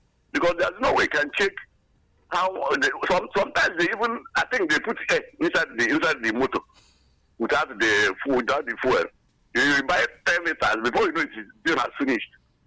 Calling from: Ukana, Akwa Ibom, Nigeria; from Ukana.

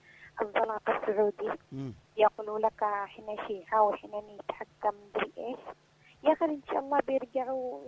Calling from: Raymah, Yemen; من محافظة كريمة من الجعفرية

